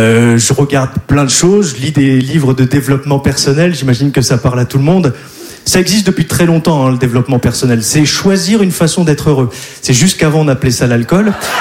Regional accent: Hauts-de-France, France; mais moi je viens du Nord. Et il faut savoir qu'en France, on regarde à peu près 3 heures la télévision. Nous, dans le Nord, on en regarde à peu près 6.

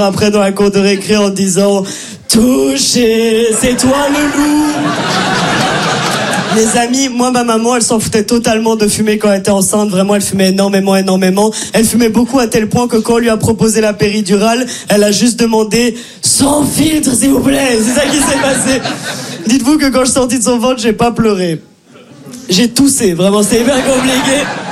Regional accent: Brussels, Brussels-Capital Region, Belgium; accent: Brussels; C'est peut-être mon accent de Bruxelles ou mon immense voix, je sais pas, mais en tout cas, je viens pas de France, voilà, je viens de Belgique.

